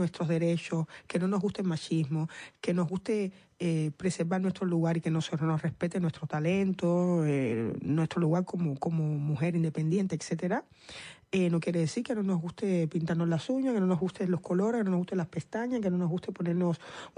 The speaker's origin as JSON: {"language": "Spanish", "country": "Cuba", "said": "Somos cubanas, caribeñas, somos sensuales, nos gusta..."}